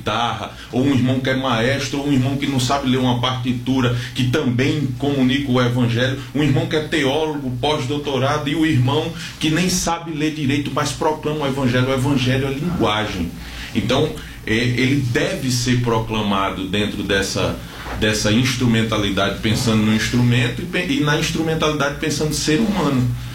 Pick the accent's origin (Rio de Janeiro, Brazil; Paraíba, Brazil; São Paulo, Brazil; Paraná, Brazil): Paraíba, Brazil; Belém; Eu sou nordestino, sou paraibano, sou de Belém, a terra, casa de pai, terra de pais, casa do pão, não é?